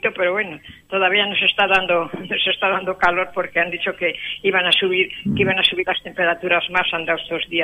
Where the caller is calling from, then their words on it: La Albuera, Extremadura, Spain; De la Albuera.